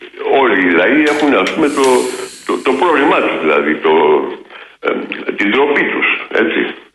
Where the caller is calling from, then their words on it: Greece; Γιατί με θίγει σαν Έλληνας